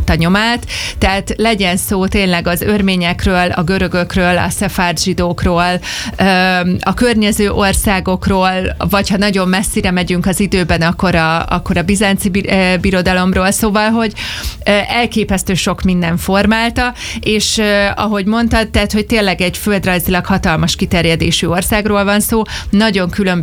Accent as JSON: {"language": "Hungarian", "country": "Hungary", "said": "magyarként"}